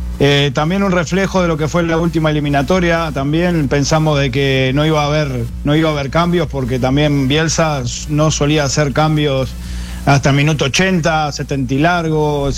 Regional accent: Uruguay; nosotros como uruguayos

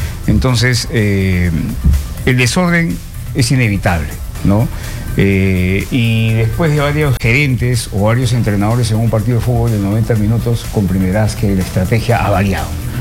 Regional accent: Peru

